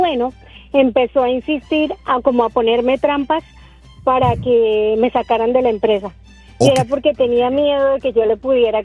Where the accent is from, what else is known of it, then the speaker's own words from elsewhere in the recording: Colombia; no se les olvide.